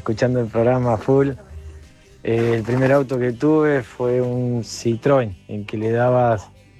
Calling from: La Tablada, Buenos Aires Province, Argentina

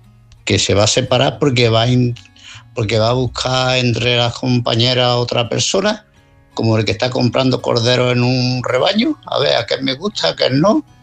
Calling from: Málaga, Andalusia, Spain; de Málaga.

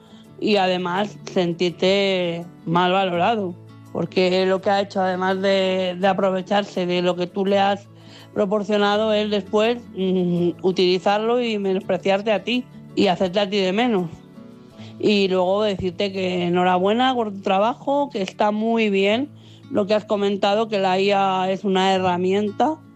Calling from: Madrid, Community of Madrid, Spain; de Madrid.

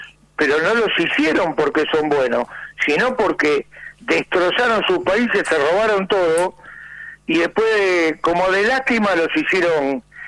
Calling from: Argentina; nosotros le ganamos un partido de fútbol y le dicen si somos argentinos.

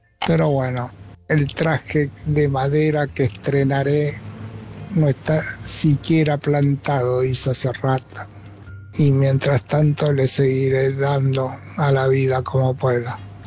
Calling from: Buenos Aires, Argentina; les habla aquí que Caballito.

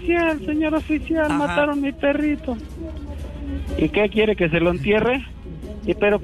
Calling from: Cuautitlán Izcalli, State of Mexico, Mexico; De aquí, de Cuautitlán, Izcalli.

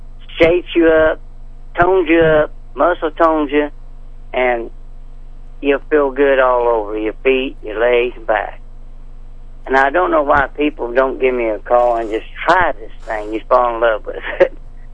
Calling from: Franklin, Missouri, United States; I'm Franklin, Missouri

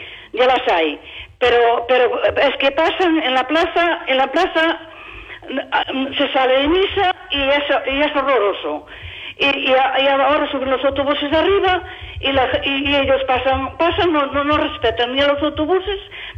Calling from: Cebollino, Galicia, Spain; soy de Ceboliño.

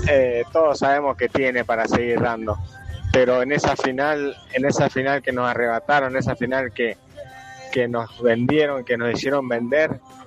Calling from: Argentina

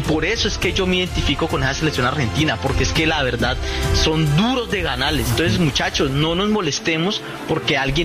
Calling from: Colombia; como colombianos

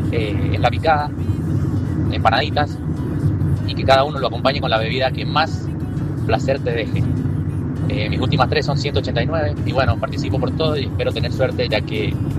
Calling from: Luján de Cuyo, Mendoza, Argentina; Soy … de Luján.

